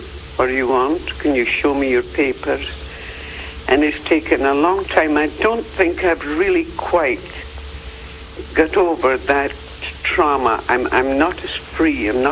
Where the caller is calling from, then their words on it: Tucson, Arizona, United States; Hello? I'm calling from Tucson.